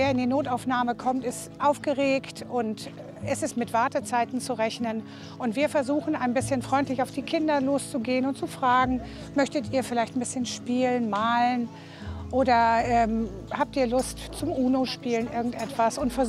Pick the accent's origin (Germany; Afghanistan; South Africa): Germany; Hamburg; ich komme aus Hamburg-Wandsbek, bin 60 Jahre alt, verheiratet, ein Sohn.